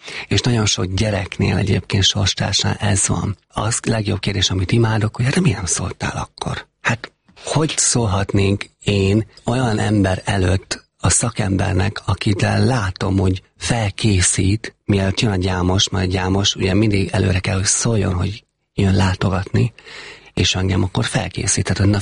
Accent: Heves, Hungary; Én Heves megyében nőttem föl.

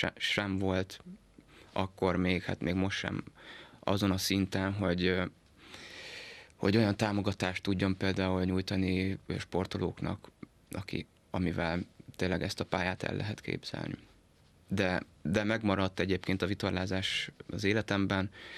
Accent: Budapest, Hungary; Budapesti vagyok, édesanyám réflöpi származású, úgyhogy nekünk a Réflöp egy ilyen bázis.

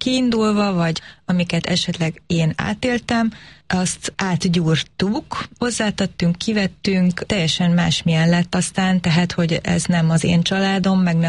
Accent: Canada; born or raised there; first language English; Hungarian is a second language; moved away as an adult; now in Hungary

